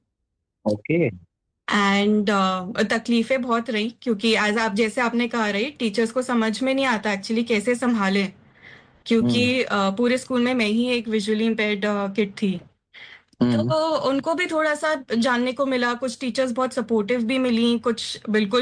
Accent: Delhi, India; moved away as an adult; now in Kolkata, India; So originally मैं दिल्ली से हूँ, एंड शादी के बाद ही मैं कोलकाता शिफ्ट हुई।

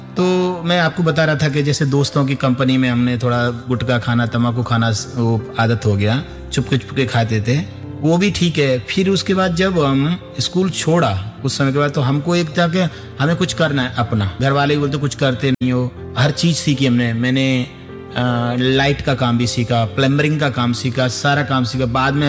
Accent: Rajasthan, India; ये हमारा गांव पड़ता है धौलपुर डिस्ट्रिक्ट में मनिया के पास, एक चैना का पूरा गाँव है।

